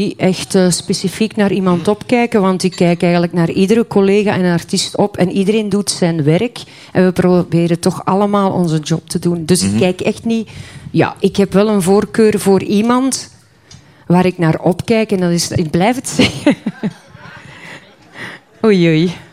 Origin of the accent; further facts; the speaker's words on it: Flanders, Belgium; now in Heel; Ik ben West-Vlaamse, ja.